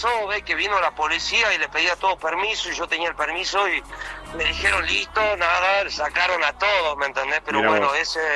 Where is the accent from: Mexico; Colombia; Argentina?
Argentina; Salta; momento estoy solo, pero tengo acá en el parking, se llama el estacionamiento acá de los vehículos, somos tres salteños más.